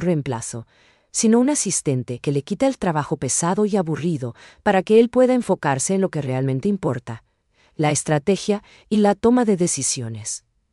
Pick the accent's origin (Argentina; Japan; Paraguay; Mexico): Paraguay